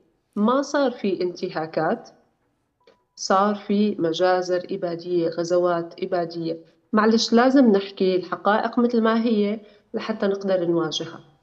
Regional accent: Syrian coast, Syria; أنا بنت الساحل وبعرف هذا الشيء،

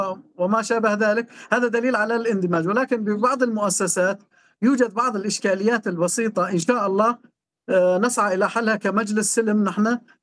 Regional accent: Syria; في النهاية نحن سوريين، وقلت لك في لحظة المشكلة نحن في كوباني، يعني في عين العرب،

